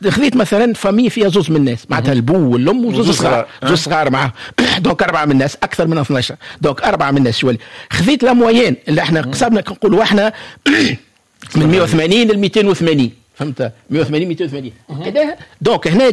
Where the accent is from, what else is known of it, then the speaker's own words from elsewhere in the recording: Tunisia; أنا كتونسي